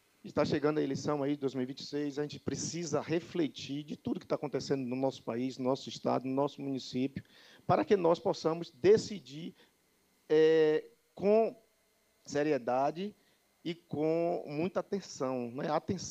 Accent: Conceição do Jacuípe, Bahia, Brazil; ao povo de Conceição de Jacuípe, ao povo da minha terra

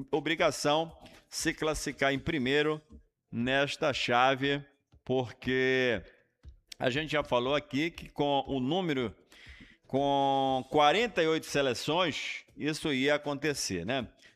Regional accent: Brazil; A gente somos brasileiros

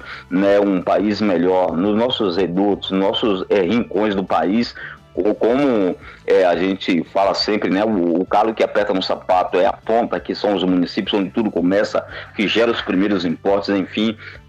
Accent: Camamu, Bahia, Brazil; eu sou de Camamu

